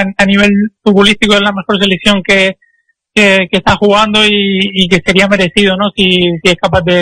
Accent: Spain; somos españoles

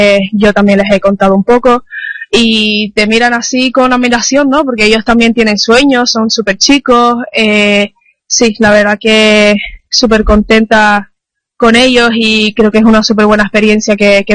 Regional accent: Lanzarote, Canary Islands, Spain; also born or lived in England; now in Las Palmas, Spain; yo crecí en Lanzarote

